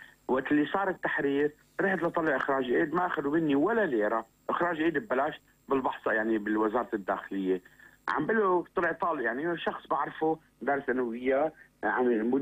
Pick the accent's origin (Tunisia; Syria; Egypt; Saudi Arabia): Syria; عندنا احنا بسوريا